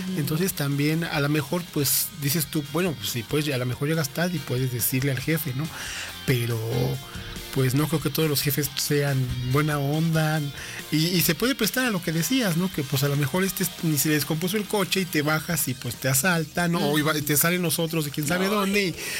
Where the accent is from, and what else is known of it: Mexico